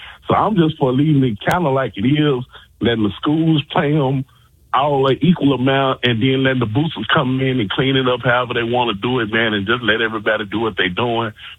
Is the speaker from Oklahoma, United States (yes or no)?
no; Tennessee, United States; I'm from the Mid in the North, right above Nashville.